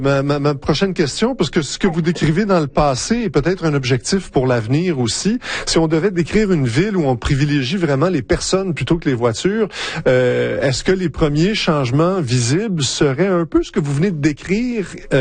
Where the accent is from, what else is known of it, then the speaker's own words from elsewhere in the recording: Montreal, Quebec, Canada; parce que moi je viens de Montréal